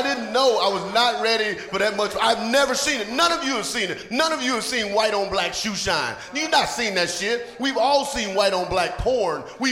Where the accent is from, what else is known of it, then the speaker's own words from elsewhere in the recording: the South, United States; I'm from the South. I'm like, a white girl shining my